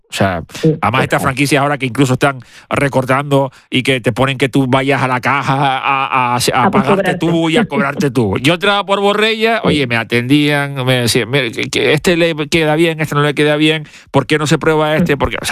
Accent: Santa Cruz de Tenerife, Canary Islands, Spain; Yo que soy de Santa Cruz, seguro que muchos laguneros se van a sentir identificados conmigo.

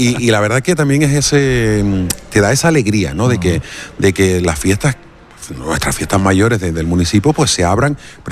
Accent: Cabo Blanco, Canary Islands, Spain; yo soy de Cabo Blanco toda la vida, sí.

